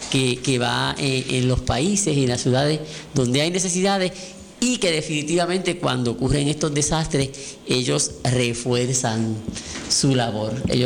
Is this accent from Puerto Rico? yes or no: yes; San Germán, Puerto Rico; nosotros como puertorriqueños, como sanjermeños, como caribeños.